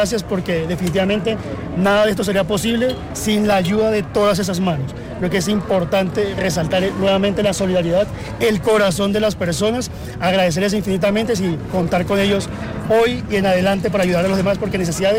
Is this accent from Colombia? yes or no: yes; Colombia; eso muestra el gran corazón que tenemos como colombianos y cómo mueve la solidaridad.